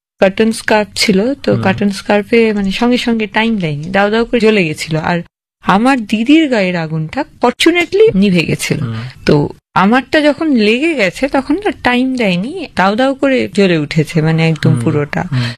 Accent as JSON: {"language": "Bangla", "town": "Bardhaman", "region": "West Bengal", "country": "India", "moved": "as an adult", "lives_now": "Chandannagar, India", "said": "আমার বাড়ি বর্ধমানে, আর আমার শ্বশুরবাড়ি হচ্ছে চন্দননগর, এখন সেখান থেকেই আসছি।"}